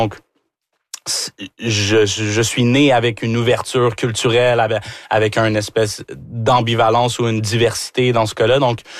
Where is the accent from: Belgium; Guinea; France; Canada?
Canada; Rouyn-Noranda, Quebec; T'sais, moi, je suis... Québécois de chez Québécois, là, tu sais, je suis né ici, justement, à Rouyn-Noranda.